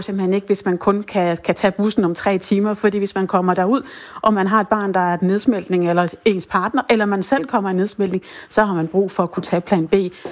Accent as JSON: {"language": "Danish", "area": "Bornholm", "region": "Capital Region of Denmark", "country": "Denmark", "said": "hvis jeg ikke har opdaget det som bornholmer"}